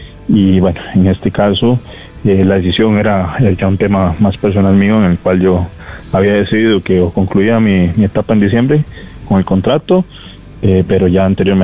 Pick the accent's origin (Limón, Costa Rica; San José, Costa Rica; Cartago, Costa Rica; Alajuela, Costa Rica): Alajuela, Costa Rica; San Carlos; yo soy de San Carlos